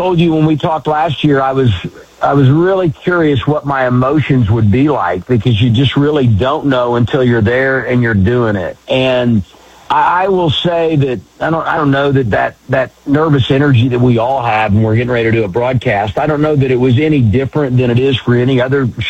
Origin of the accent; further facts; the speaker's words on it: Indiana, United States; But I just think growing up in Indiana and coming up in that, you know, broadcast alignment